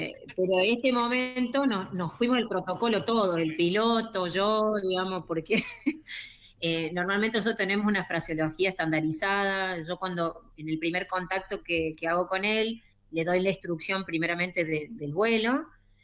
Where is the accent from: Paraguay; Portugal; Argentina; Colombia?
Argentina; Buenos Aires; born there; now in Córdoba, Argentina; Soy de Córdoba.